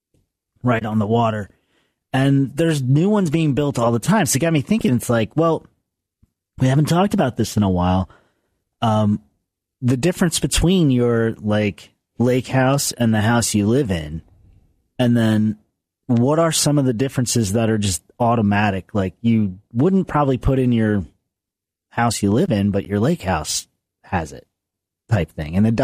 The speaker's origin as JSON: {"language": "English", "region": "New Jersey", "country": "United States", "tie": "born or raised there", "said": "where I grew up on the Jersey Shore"}